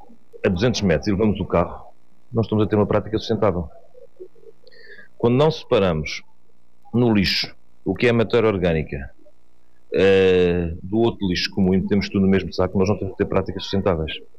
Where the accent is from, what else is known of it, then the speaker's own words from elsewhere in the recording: Portugal; Sou da Barreira Alva, há 42 anos ligado diretamente à agricultura